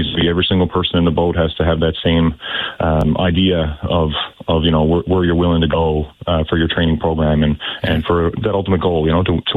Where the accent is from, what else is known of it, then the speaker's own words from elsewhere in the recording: St. John's, Newfoundland and Labrador, Canada; born there; we're living Irish culture here on the island.